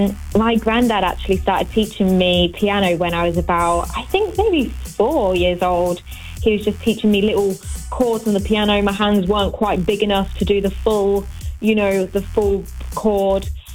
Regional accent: Kettering, East Midlands, United Kingdom; Born and bred in Kettering. I think Kettering's a colourful place, you know. Loads of little like music bars and things going on

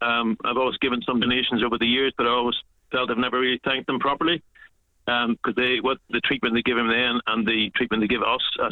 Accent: Blackwatertown, Northern Ireland, United Kingdom; moved away as an adult; now in England, United Kingdom; So I'm originally from Blackwater Town, or just outside Blackwater Town, outside the city of Armagh. I've been living in England for the last 37 years, married in England, three boys.

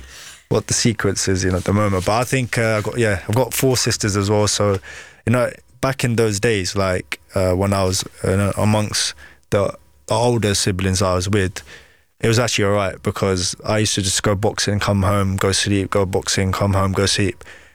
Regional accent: Slough, South East England, United Kingdom; Yeah, I was born and bred from Slough, grew up from Slough, and I'm British Pakistani as well, so yeah.

